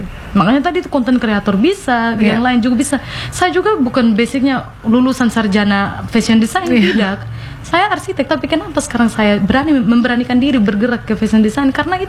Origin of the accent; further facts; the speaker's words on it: East Nusa Tenggara, Indonesia; sebenarnya kita ini orang Sumba nih pintar, cerdas, itu kita semua punya begitu.